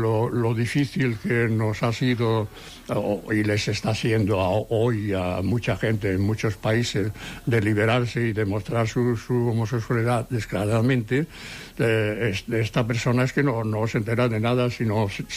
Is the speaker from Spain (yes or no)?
yes; Seville, Andalusia, Spain; now in Barcelona, Spain; cuando vinimos de Sevilla.